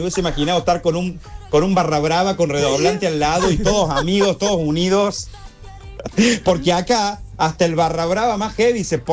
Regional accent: Argentina; moved away as an adult; now in Madrid, Spain; Acá son 5 horas más, estamos en ola de calor y la verdad que para los argentinos que estamos viviendo en España

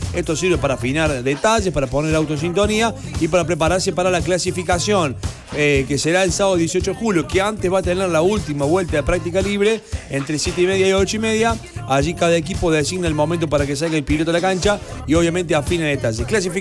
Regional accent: Argentina; somos argentinos hasta la media.

